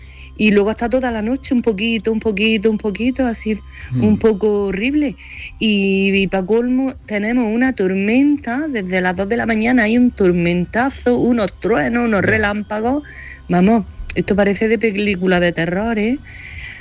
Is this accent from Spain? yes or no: yes; Granada, Andalusia, Spain; Buenos días, Rafael. … de Granada.